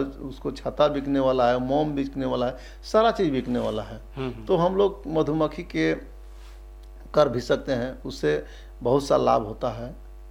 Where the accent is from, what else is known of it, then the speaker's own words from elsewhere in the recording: Garhwa district, Jharkhand, India; और हम लोग गढ़वा जिला का ही हो करके